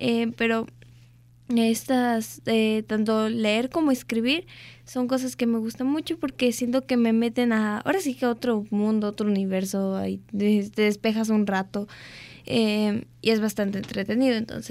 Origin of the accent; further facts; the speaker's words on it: Xalapa, Veracruz, Mexico; also born or lived in Coatepec, Mexico; soy originaria de aquí de Jalapa o de Coatepec, de los dos me encantan los dos lugares.